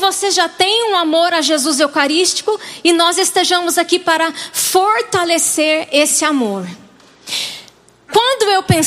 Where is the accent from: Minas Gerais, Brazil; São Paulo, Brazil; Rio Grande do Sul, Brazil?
Minas Gerais, Brazil; Varginha; eu sou do sul de Minas Gerais, vocês vão perceber no decorrer da nossa partilha, né? Sou de uma cidade que talvez alguém aqui já tenha ouvido falar, eu sou lá de Varginha